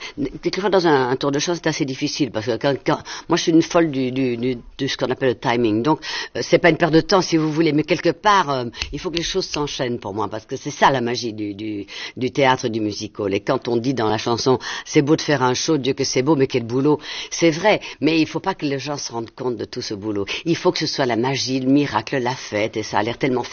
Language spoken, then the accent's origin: French; Brussels, Brussels-Capital Region, Belgium; moved away as an adult; je suis née à Bruxelles, je suis une bonne bruxelloise